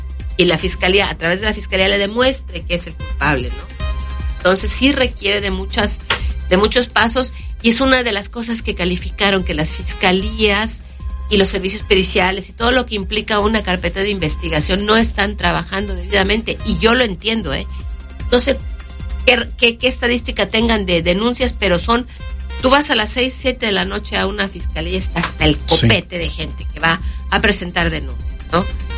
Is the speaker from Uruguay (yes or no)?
no; Mexico; porque así somos los mexicanos, de que lo sacamos.